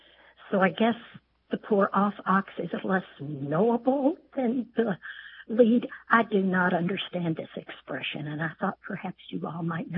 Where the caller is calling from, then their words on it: Georgetown, Kentucky, United States; I'm calling from Georgetown, Kentucky, about an expression that my mother used